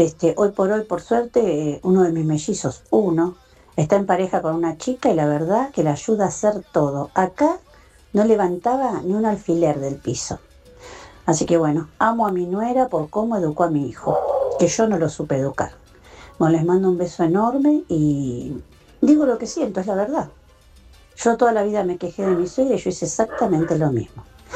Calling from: Ezeiza, Buenos Aires Province, Argentina; de Seiza.

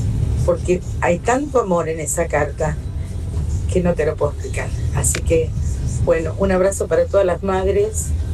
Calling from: Buenos Aires, Argentina; de Barracas.

